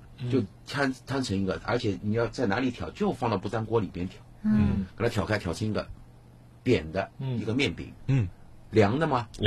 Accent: Shanghai, China; 特别是现在我像我们上海人，我可以介绍一个给大家吃，是真好吃

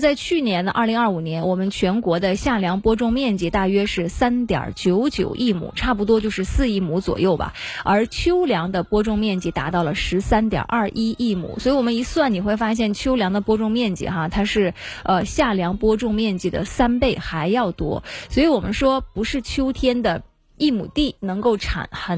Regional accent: Northeast China, China; 我们东北人

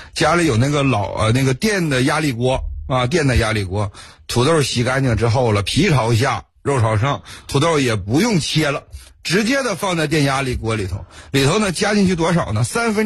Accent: China; 我们中国

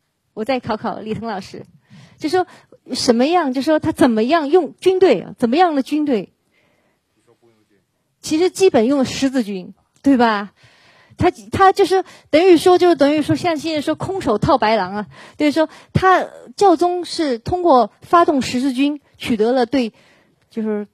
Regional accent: China; 我们中国人也说到顶点它就会下落

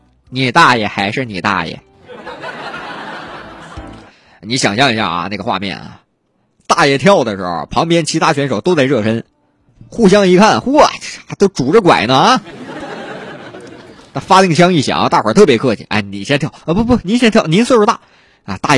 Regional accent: Northeast China, China; 按我们东北话讲，你过去那头型呢，你得滋楞起来呀

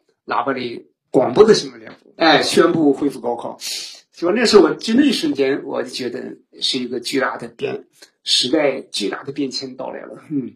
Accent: China; 我们中国人

